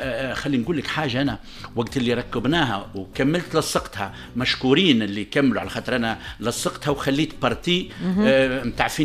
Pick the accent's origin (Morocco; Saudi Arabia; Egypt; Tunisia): Tunisia; عندنا في تونس